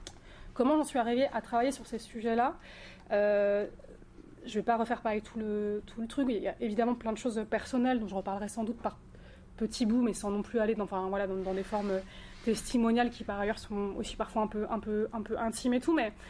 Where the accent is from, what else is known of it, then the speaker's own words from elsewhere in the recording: France; born there; je suis née en France, c'est-à-dire j'ai pas eu d'adoption transnationale dans un autre pays, etc. Mais en tout cas transraciale parce que j'étais adoptée dans une famille blanche.